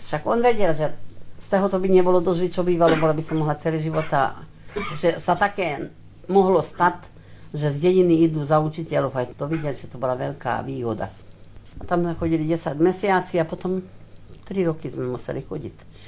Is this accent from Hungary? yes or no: yes; Tótkomlós, Békés, Hungary; chodili po Bekieskej Čabe, v Tótku Mlóši, odkiaľ sme boli. Však najmä z Dolnej zemi, potom bol z Kestúca. My sme boli z Mlinkov